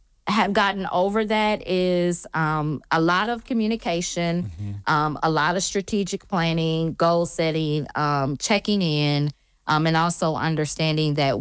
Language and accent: English; Lima, Ohio, United States; growing up in Lima, we were a city to where people say where you're from and we say Lima.